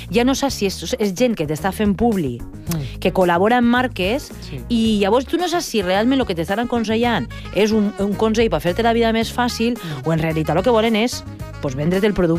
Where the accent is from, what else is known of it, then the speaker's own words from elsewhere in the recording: Valencian Community, Spain; accent: Valencian; ahí el meu valencià.